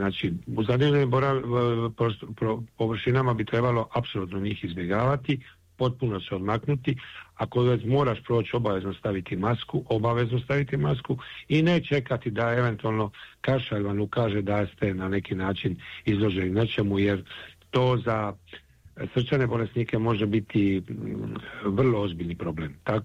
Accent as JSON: {"language": "Croatian", "town": "Split", "region": "Split-Dalmatia County", "country": "Croatia", "said": "Zato kažem, ja dolazim iz Splita"}